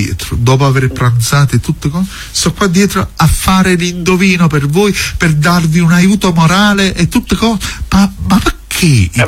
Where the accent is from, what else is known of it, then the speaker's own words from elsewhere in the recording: Torre del Greco, Campania, Italy; born there; Io sono nato a Torre del Greco. Torre del Greco mi ha apprezzato tanto, mi ha voluto bene.